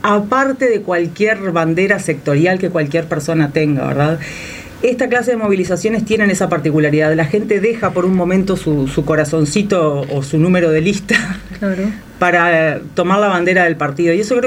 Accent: Uruguay; como una uruguaya común y corriente

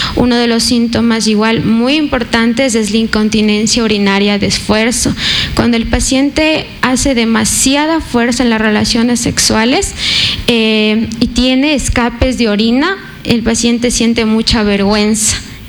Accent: Latacunga, Cotopaxi, Ecuador; Yo soy de la Tacunga

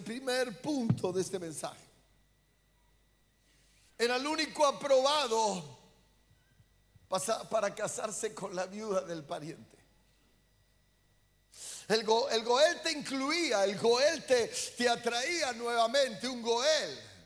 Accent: Argentina; born there; no soy solo nacido en Argentina biológicamente.

